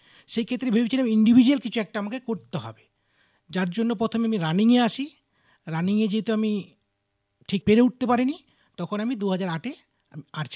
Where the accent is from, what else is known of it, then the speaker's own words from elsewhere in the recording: Alampur, India; আমার গ্রামেই কেটেছে, আলমপুরে।